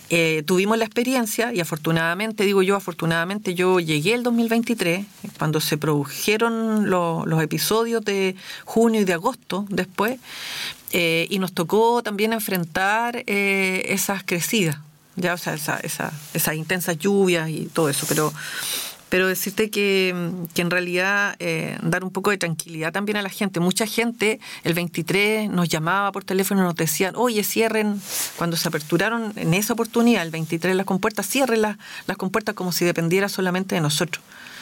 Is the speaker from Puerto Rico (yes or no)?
no; Linares, Maule, Chile; born there; Yo soy de acá de Linares, nací en Linares